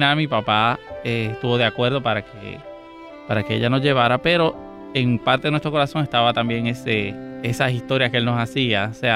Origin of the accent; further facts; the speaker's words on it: San José de Ocoa, Dominican Republic; born there; Yo nací en San José de Ocoa, en República Dominicana, y de una familia de 7 hermanos.